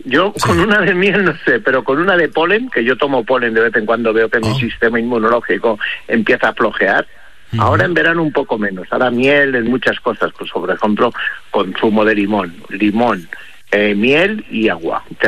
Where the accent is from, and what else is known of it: Castile and León, Spain; born or raised there